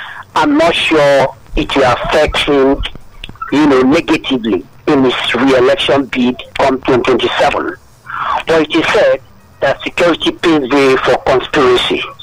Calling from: Nigeria; I'm calling from Abaoje in Ikoto.

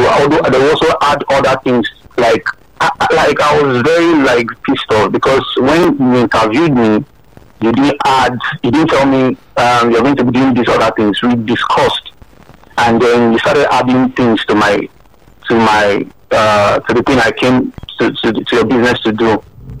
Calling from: Nigeria; I'm calling from Ojolasun.

